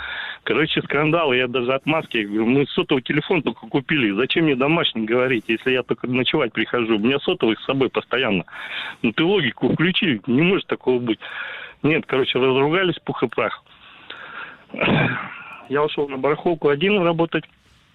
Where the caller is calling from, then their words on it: Novosibirsk, Novosibirsk Oblast, Russia; Я из Новосибирска.